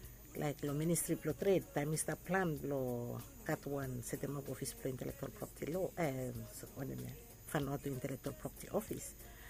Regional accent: Vanuatu; I'm from Vanuatu

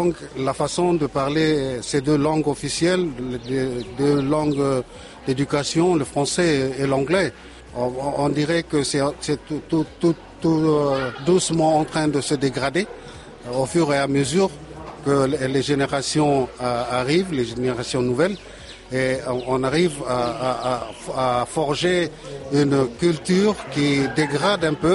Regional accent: Pentecost, Penama, Vanuatu; je suis de Pentecôte, je suis non seulement bilingue, mais je parle beaucoup de langues, il y a aussi mon dialecte

